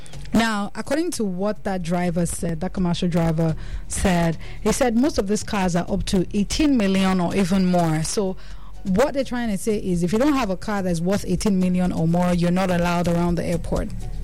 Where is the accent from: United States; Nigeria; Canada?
Nigeria; As a Nigerian